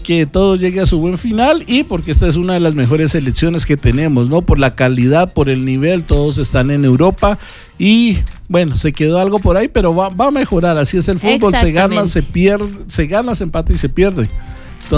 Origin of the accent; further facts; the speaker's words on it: Colombia; now in Ecuador; yo soy colombiano